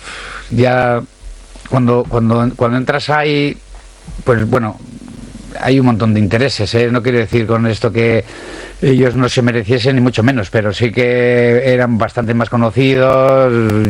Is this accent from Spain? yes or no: yes; Basque Country, Spain; O sea, soy vasco, me siento, y allí donde vaya lo seguiré diciendo y pregonando, ¿no?